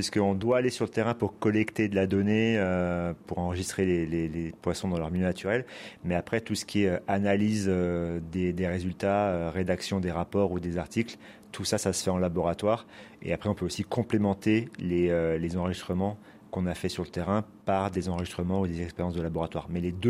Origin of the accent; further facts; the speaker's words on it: Corsica, France; moi, je suis originaire de Corse. Donc, quand on vit sur une île